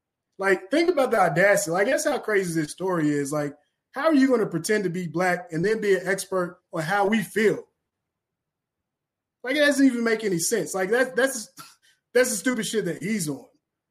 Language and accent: English; Kentucky, United States; I'm from Kentucky.